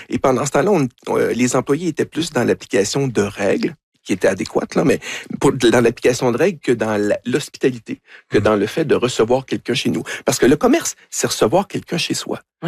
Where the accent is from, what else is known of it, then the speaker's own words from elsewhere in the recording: Quebec, Canada; Quel accent? On perçoit un accent français. On est des Canadiens. Ah, blablabla, bla, bla, québécois, etc.